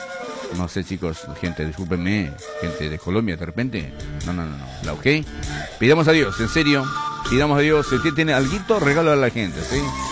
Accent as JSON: {"language": "Spanish", "region": "La Paz", "country": "Bolivia", "said": "Recuerden que soy paseño, sí. Soy paseño de La Paz. De La Paz no, soy de La Paz, sí. De La Paz."}